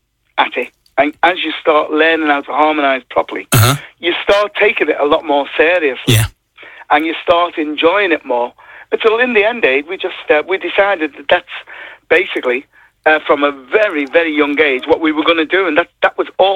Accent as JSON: {"language": "English", "town": "Liverpool", "region": "North West England", "country": "United Kingdom", "tie": "born or raised there", "said": "Yeah, we grew up in Toxteth, and Toxteth was the inner city part of Liverpool."}